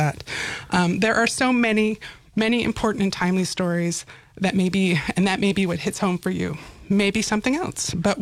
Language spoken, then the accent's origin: English; Anchorage, Alaska, United States; I'm from Anchorage